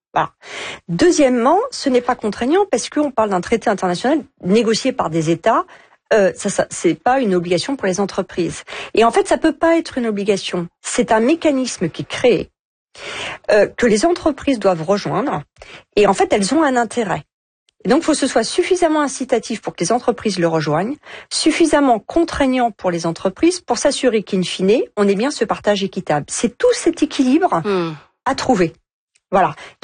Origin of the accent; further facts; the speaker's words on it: France; Je suis française, c'est aussi dans l'intérêt